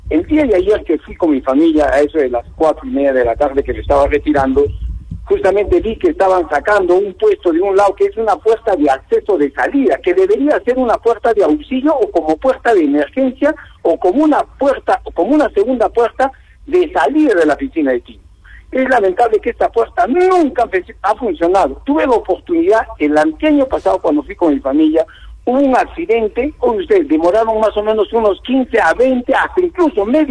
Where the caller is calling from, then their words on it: Arequipa, Peru; de Caima.